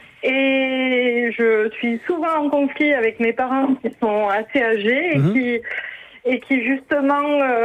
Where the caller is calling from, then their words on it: Lespignan, Occitanie, France; J'habite à l'Espignan entre Béziers et Narbonne.